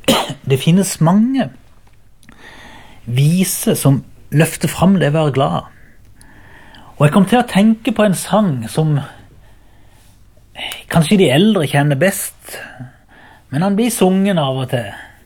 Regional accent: Byremo, Agder, Norway; Jeg kommer fra Byrmo og hører til menigheten Ebenezer Byrmo.

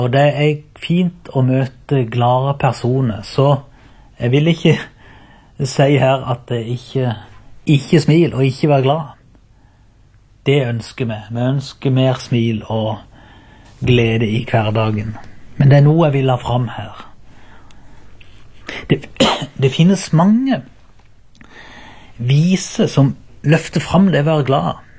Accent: Byremo, Agder, Norway

